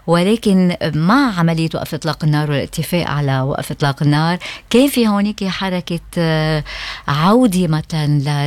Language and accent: Arabic; Lebanon; عندنا بلبنان